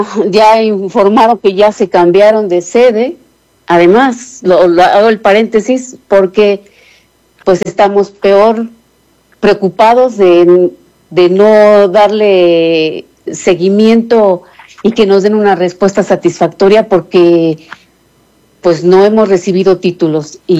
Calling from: Mexico City, Mexico; somos aquí de la Ciudad de México

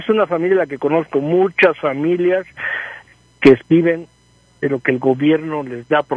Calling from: United States; Vivo en Estados Unidos desde hace 35 años. Tengo la posibilidad de votar aquí ya desde hace, creo que son 22 años que me hice ciudadano.

